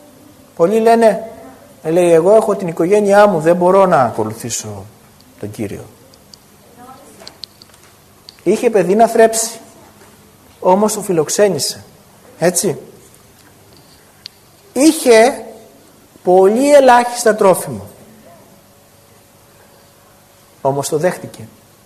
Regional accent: Greece; είμαστε Έλληνες.

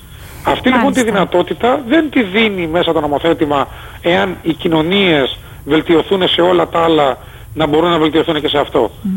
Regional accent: Zakynthos, Ionian Islands, Greece; εγώ σαν Ζακυνθινός πολίτης

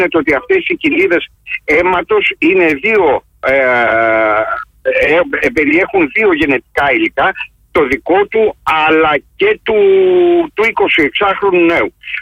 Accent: Western Greece, Greece; εκεί στην πατρίδα μου, στην Αχαΐα

